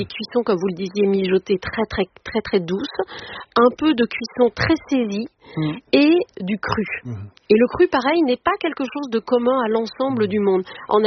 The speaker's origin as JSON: {"language": "French", "country": "Tunisia", "tie": "born there", "said": "Mais je suis née en Tunisie."}